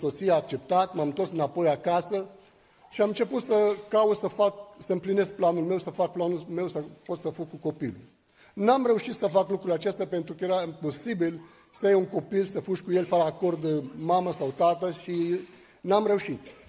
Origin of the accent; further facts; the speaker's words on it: Lebanon; moved away as an adult; now in Bucharest, Romania; sunt din Liban, m-am născut într-o familie de musulmani și aiți.